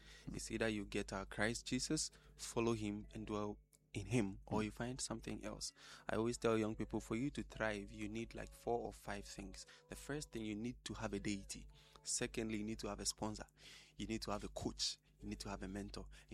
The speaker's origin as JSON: {"language": "English", "town": "Wenchi", "region": "Bono", "country": "Ghana", "said": "I am from Wenji. We are all from Buno."}